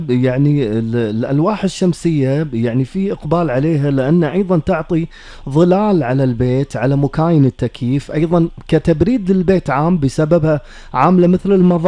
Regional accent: Kuwait; كشباب كويتي

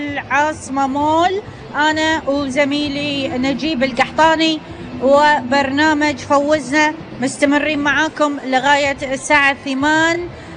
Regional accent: Kuwait

